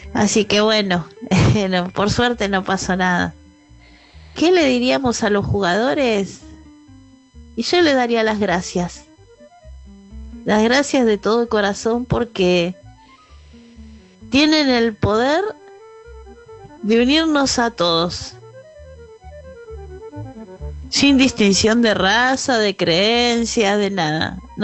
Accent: Buenos Aires, Argentina

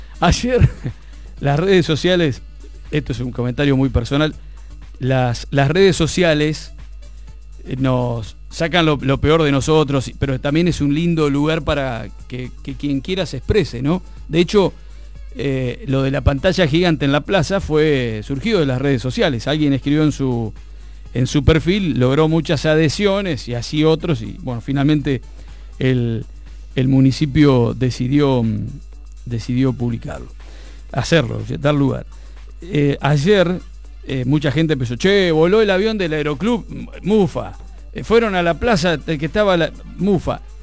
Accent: Argentina; a nosotros nos tocó perder como argentinos

